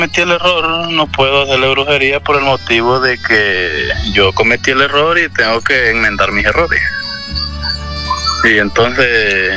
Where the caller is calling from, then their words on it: Concepción Sur, Santa Bárbara, Honduras; Yo vivo aquí en Concepción Sur, Santa Bárbara.